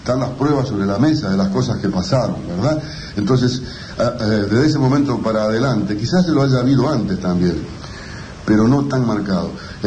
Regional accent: Uruguay; si somos uruguayos en materia de fútbol tengo varias

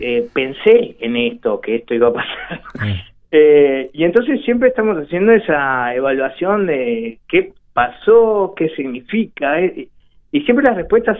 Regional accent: Montevideo, Uruguay; Yo soy de Villa Española

